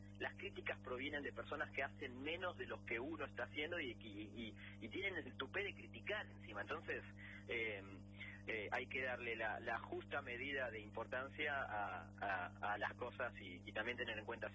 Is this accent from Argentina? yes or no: yes; Argentina